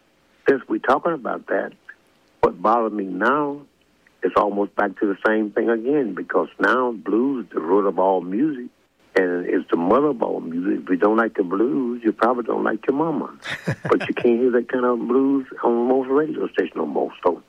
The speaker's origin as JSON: {"language": "English", "region": "Louisiana", "country": "United States", "said": "because I'm from Louisiana, but my first encounter of the stage was in Arkansas on 30th Street in Pine Bluff, Arkansas."}